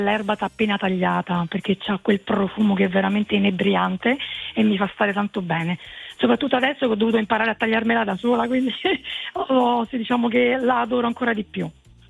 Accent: Rome, Lazio, Italy; born there; now in northern Italy; io sono, diciamo, originaria di Roma, però sono stata prestata un po' al nord. E quindi, però per me, è, sì, sono sempre di Roma, quindi originaria sempre di là.

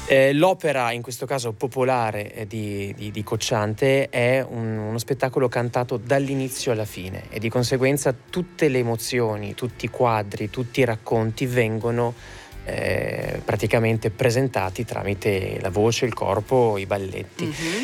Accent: Parma, Emilia-Romagna, Italy; vengo da Parma

